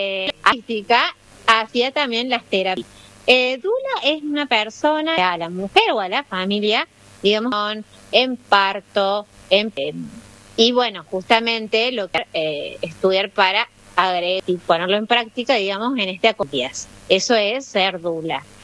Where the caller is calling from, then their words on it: Córdoba, Argentina; vivo en Córdoba